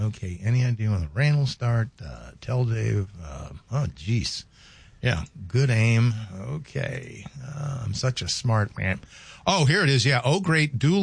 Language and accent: English; the South, United States; growing up when I did in the South, especially the time when I grew up in the South, in the early 60s, it was not a pleasant time in parts of the South.